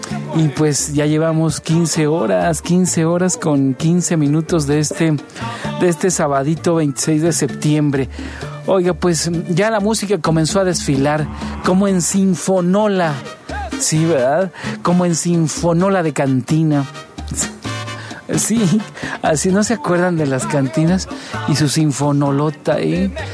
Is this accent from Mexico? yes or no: yes; Mexico; en este pueblo mexicano